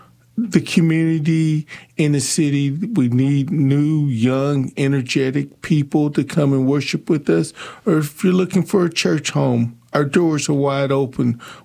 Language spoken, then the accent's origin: English; Hobbs, New Mexico, United States; I was born in Hobbs, New Mexico. I attended Catholic school